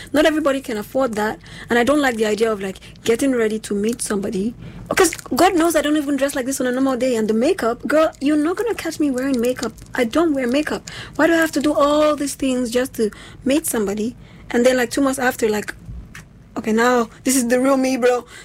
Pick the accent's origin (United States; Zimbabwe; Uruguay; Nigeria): Nigeria; But you see, the thing that's confusing me now is when I hear date as a Nigerian, I think these people are boyfriend and girlfriend. But here, it means that you are just getting to know them, like you go out for drinks.